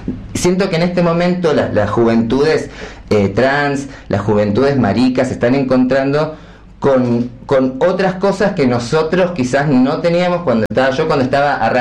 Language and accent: Spanish; Neuquén, Argentina; yo soy de acá desde siempre, nos conocemos desde años.